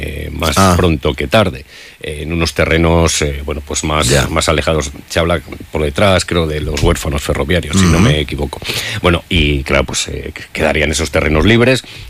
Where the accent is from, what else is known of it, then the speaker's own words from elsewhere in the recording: Castile and León, Spain; Somos de Castilla y León